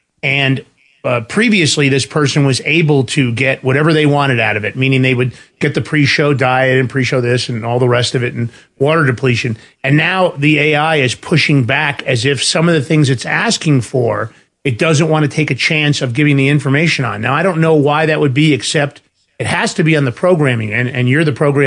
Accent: Bronx, New York, United States; My bots know that I'm a guy from New York in the Bronx.

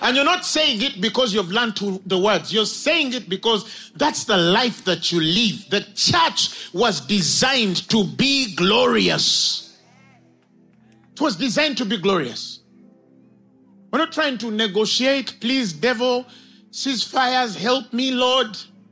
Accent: United Kingdom; I'm British, so we are semicolon.

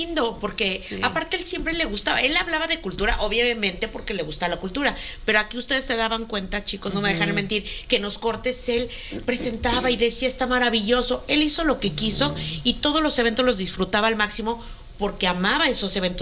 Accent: Mexico; Yo creo que como mexicana, muy, muy emocionada.

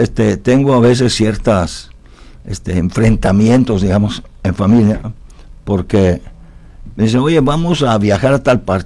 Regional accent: Italy; now in Mexico; Yo vengo de Italia. Pues Baja California es la mitad de la superficie, exactamente la mitad de la superficie de Italia.

